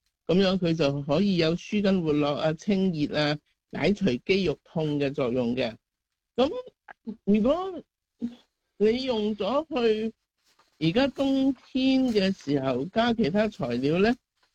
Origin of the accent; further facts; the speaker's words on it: Guangdong, China; 粉葛咧，我哋广东人多数用嚟煲煲汤咧